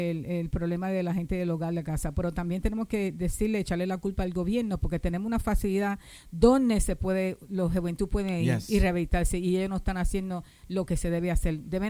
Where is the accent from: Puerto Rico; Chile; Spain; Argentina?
Puerto Rico; also born or lived in Saint Croix; Yo soy un Cruzan, hispano, un puertorriqueño orgulloso. Aruban, porque, tengo Aruban, soy puertorriqueño, soy cruciano.